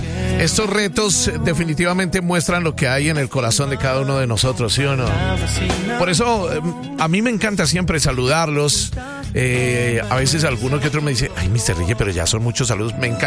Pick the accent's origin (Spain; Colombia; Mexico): Colombia; Somos colombianos